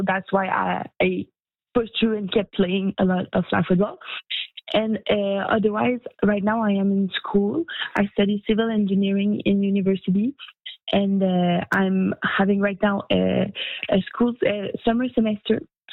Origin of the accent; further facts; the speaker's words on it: Sherbrooke, Quebec, Canada; also born or lived in Montreal; and I'm from Sherbrooke, so a little hometown